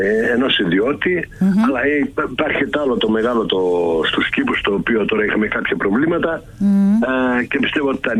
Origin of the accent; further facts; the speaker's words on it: Epirus, Greece; Επιστρέφουν οι δικοί μας, οι Ζαγορίσοι, οι οποίοι ζουν στην Αθήνα, στις μεγάλες πόλεις, Θεσσαλονίκη.